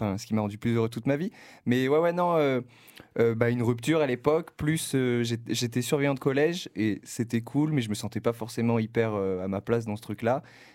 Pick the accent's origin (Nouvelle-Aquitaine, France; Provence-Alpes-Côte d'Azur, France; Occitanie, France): Provence-Alpes-Côte d'Azur, France; La Seyne-sur-Mer; also born or lived in Sanary / Toulon; now in Paris, France; Je suis originaire du sud-est, du Var. Alors pour préciser, je suis né à La Seyne-sur-Mer, mais j'ai grandi entre Sanary, La Seyne et Toulon, voilà.